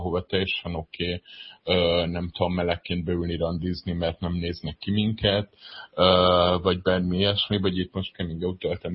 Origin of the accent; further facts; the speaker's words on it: Pécs, Baranya, Hungary; nekem Pécs jutott eszembe, ahol én Pécsről származom